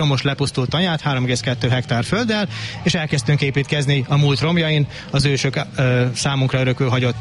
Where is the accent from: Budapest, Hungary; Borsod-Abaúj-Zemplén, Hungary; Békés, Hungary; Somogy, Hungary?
Békés, Hungary; Szeghalom; moved away as an adult; now in Jászboldogháza, Hungary; én nem jászboldogházi születésű vagyok, hanem Szeghalmi Békés megyei